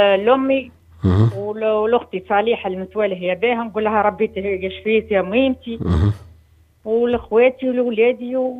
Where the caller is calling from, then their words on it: Le Kef, Kef Governorate, Tunisia; مي كيف وساكنه بالطويرف.